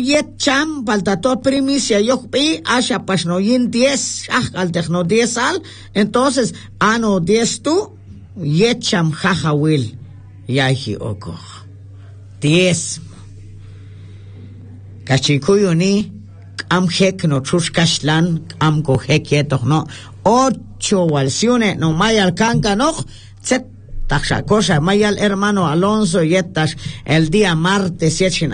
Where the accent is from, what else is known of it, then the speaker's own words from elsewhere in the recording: Guatemala; Entonces somos personas qu